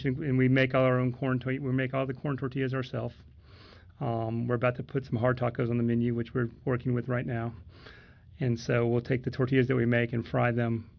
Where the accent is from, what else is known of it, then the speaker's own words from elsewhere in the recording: California, United States; moved away; Growing up, I grew up in California